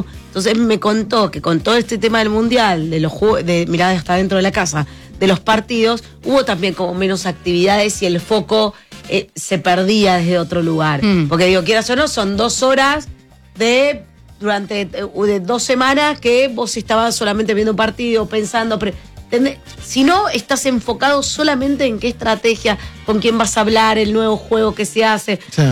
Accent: Argentina; Nosotros tenemos ese don como argentinos.

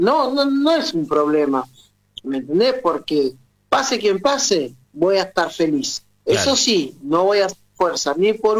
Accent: Argentina; Sí, soy argentino, pero también no me olvido de mis raíces, claro, y de donde vengo.

